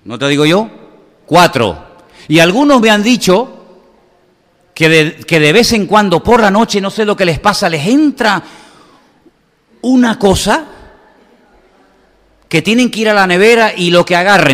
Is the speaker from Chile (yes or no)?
no; Venezuela; moved away; Yo me crié en mi infancia en Venezuela y vivíamos de maravilla.